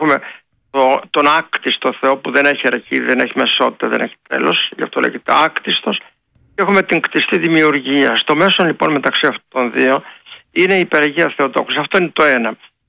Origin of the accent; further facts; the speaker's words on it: Ioannina, Epirus, Greece; also born or lived in Agrinio / Thessaloniki; Επειδή εγώ με τα μικρά μου χρόνια μεγάλωσα στα Γιάννενα, λέγαμε καλό 15 Αύγουστο.